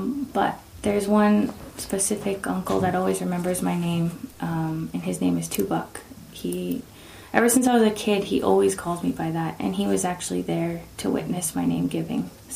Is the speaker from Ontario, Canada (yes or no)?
no; Penticton, British Columbia, Canada; And I said that I'm from Penticton.